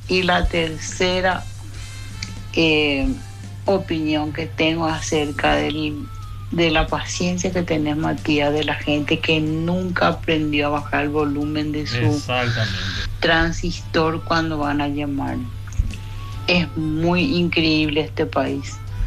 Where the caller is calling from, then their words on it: Luque, Central, Paraguay; soy desde Luque.